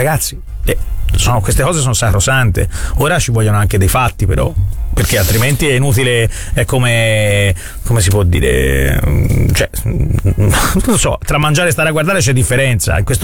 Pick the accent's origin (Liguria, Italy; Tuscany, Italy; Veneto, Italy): Tuscany, Italy; Florence; perché essendo fiorentino a me piace l'ironia